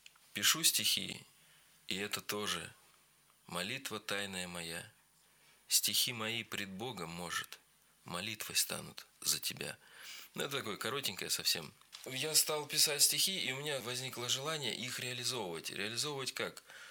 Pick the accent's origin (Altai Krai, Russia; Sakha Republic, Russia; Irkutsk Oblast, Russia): Sakha Republic, Russia; я вырос в Якутии